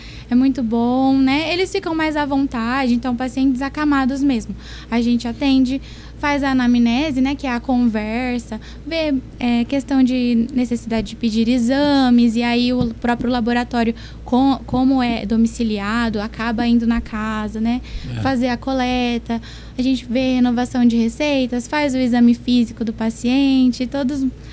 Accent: Monte Alto, São Paulo, Brazil; Eu sou de Monte Alto.

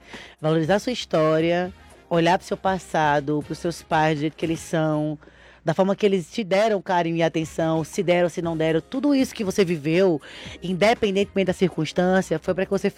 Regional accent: Petrolina, Pernambuco, Brazil; born there; now in São Paulo, Brazil; publicitária de Petrolina. Pernambucana retada, sou assim desde menina.

